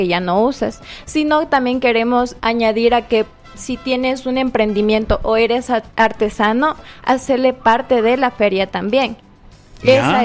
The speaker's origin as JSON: {"language": "Spanish", "town": "Quiroga", "region": "Imbabura", "country": "Ecuador", "said": "Nosotros somos de Quiroga."}